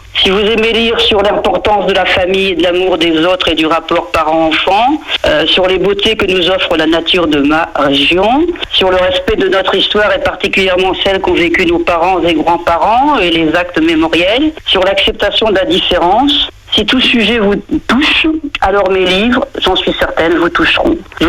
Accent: Pont-d'Ouilly, Normandy, France; born there; je suis née à Pondouilly, jolie bourgade de la Suisse normande, ma région, que j'affectionne énormément.

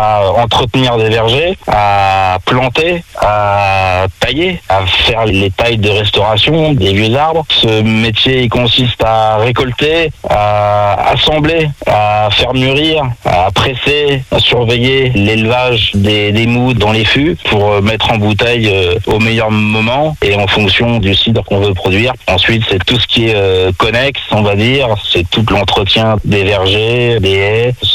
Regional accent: Nogent-le-Bernard, Pays de la Loire, France; j'ai passé une bonne partie de mon enfance dans la Sarthe, à Nogent-le-Bernard, où mon père a repris une ferme au début des années 90

